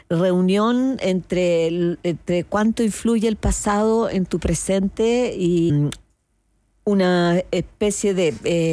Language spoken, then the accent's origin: Spanish; Chile; La mayoría somos chilenos.